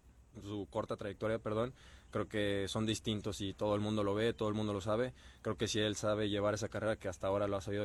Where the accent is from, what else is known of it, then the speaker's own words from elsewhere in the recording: Mexico; La verdad nos da mucho gusto como mexicanos, ahorita que todos estamos viendo el Mundial